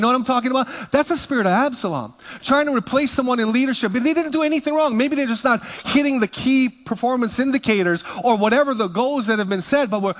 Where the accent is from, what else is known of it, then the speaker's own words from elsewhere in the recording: Hawaii, United States; In Hawaii, we ask, what high school you went to?